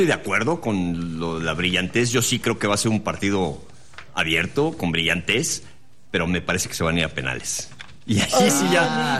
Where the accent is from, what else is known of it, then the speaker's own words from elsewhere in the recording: Mexico; hablando como mexicano